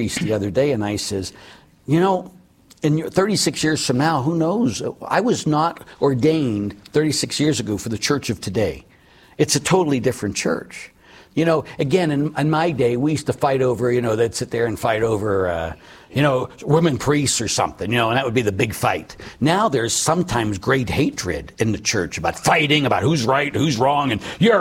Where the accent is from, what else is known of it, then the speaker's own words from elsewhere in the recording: Erie, Pennsylvania, United States; I'm from Erie, PA